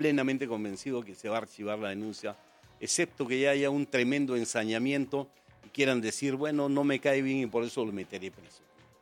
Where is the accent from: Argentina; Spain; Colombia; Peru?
Peru; Arequipa; En Arequipa, en mi pueblo, que es el Valle de Sihuas.